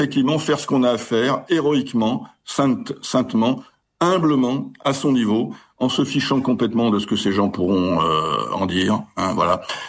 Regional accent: Lyon, Auvergne-Rhône-Alpes, France; vous savez que je suis lyonnais

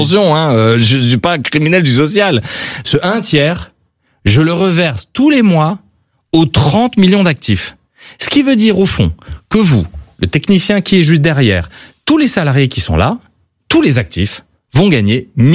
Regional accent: Grand Est, France; Moi, je suis alsacien

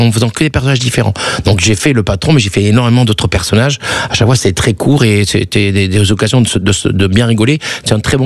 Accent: France; accent: French; Heureusement qu'ils disaient que j'étais charming, enfin mon petit côté French avec mon accent

